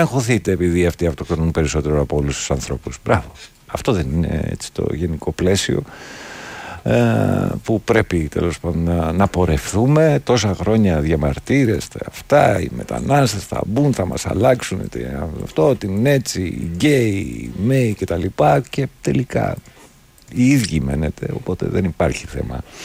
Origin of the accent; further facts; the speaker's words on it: Patras, Western Greece, Greece; Ναι, αλλά ως πατρινός, αν δεν είναι Ανδρέας, δεν είναι πατρινός.